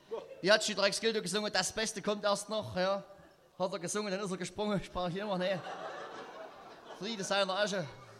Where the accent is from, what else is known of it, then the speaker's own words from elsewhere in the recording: Thum, Saxony, Germany; Ich komme aus Thum, Ortsteil Jansbach. Die verrückten Thumer haben uns damals 1999 eingemeindet.